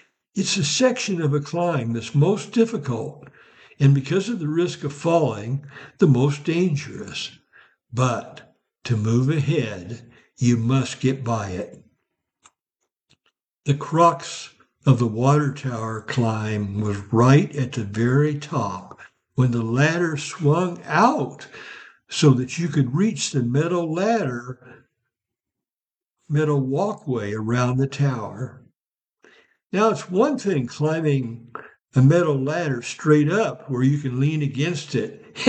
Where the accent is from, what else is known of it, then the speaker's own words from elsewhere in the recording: Ursa, Illinois, United States; my hometown of Ursa, Illinois.